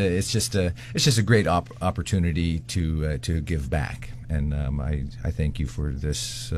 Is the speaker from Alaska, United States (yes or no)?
yes; Bethel, Alaska, United States; I was born and raised in Bethel. I had the opportunity to go elsewhere for school, but I had to return back to the community.